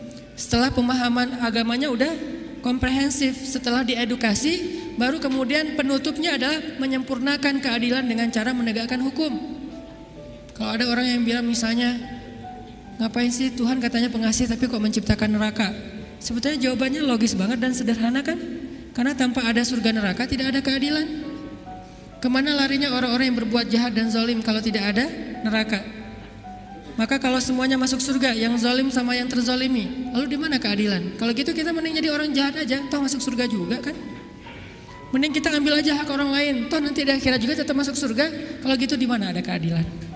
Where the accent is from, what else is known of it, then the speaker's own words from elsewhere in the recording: Aceh, Indonesia; saya nih orang Aceh, ketika saya berada di Sunda